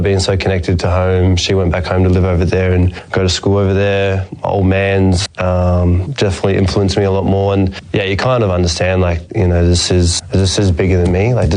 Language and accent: English; Australia; also born or lived in New Zealand; I grew up in Australia a lot of my life. I was back in New Zealand during a tough time for my family, surrounded by family, surrounded by my cousins, uncles.